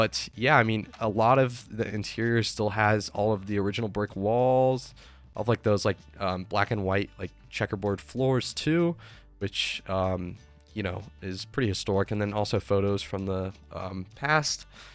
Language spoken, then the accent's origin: English; Fort Collins, Colorado, United States; I'm from Fort Collins or whatever.